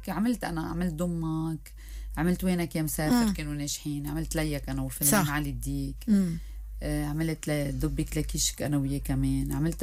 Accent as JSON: {"language": "Arabic", "country": "Lebanon", "said": "أنا كلبنانية لازم غني لبناني."}